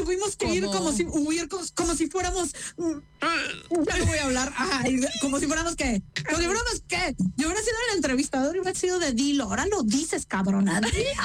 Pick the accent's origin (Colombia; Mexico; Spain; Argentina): Mexico; ofende, a mi punto de vista, como mujer y como mexicana, me sentí ofendida.